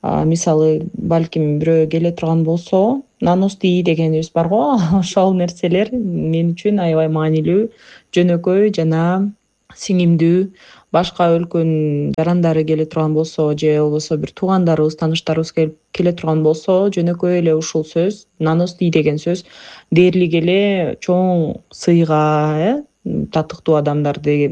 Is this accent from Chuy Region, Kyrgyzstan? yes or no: no; Kyzyl-Adyr, Talas Region, Kyrgyzstan; Негизи улутум боюнча мен татаркамын, Кыргызстанда төрөлүп өскөнмүн, чоңойгонмун. Ушул жерде Айтматов районунда Кызыл Адыр айылында туулуп өскөнмүн. Ошол жакта бала чак кезибиз өткөн.